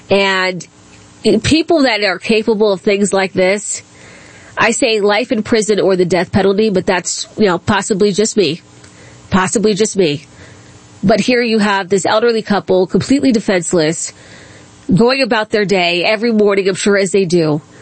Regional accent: Accokeek, Maryland, United States; I grew up in Accokeek. I grew up right there in PG County, right on the Charles County line.

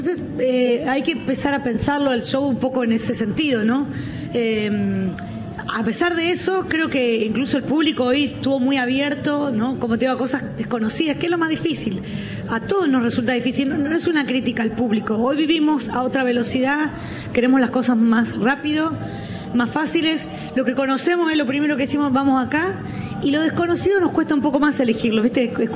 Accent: Santa Fe, Argentina; Yo soy santafesina y para mí haberme criado escuchando … es como decir, es parte de lo que a mí me representa.

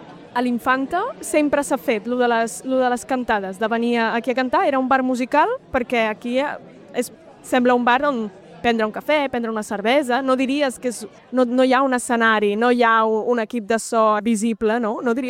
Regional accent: Catalonia, Spain; jo com a catalana

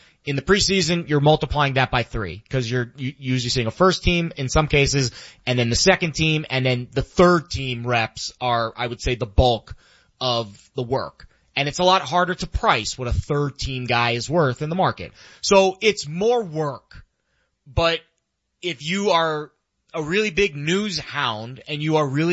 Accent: Florida, United States; Like I grew up in South Florida and in the 90s

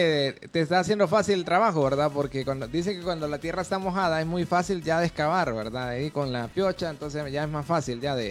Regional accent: Honduras; Somos hondureños, somos catrachos

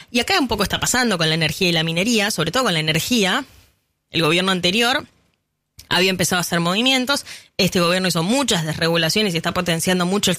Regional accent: Carlos Tejedor, Buenos Aires Province, Argentina; los Carlos Tejedor de la vida, que saben que es mi pueblo y que yo lo amo profundamente

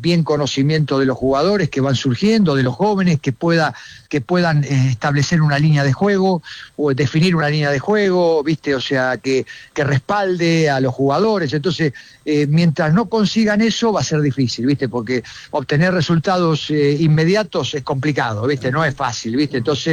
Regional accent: Argentina

